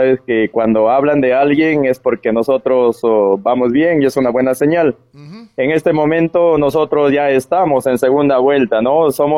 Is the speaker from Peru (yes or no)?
yes; Cumba, Amazonas, Peru; also born or lived in Utcubamba / Bagua; Hemos estado en el distrito de Cumba, en la cual soy natural de allá